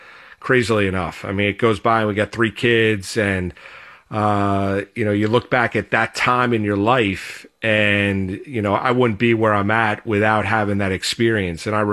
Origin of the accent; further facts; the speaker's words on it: Rockland County, New York, United States; growing up in Rockland County, being my mom was from Brooklyn, my dad was from Manhattan